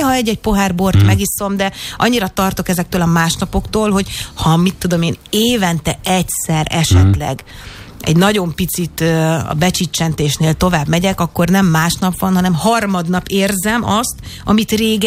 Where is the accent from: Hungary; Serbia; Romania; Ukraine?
Hungary; now in Slovakia; Ott is élek, igen. És sőt, van tartózkodási engedélyem is. Hmm. De magyar vagyok. Hmm. És van magyar lakcímem is.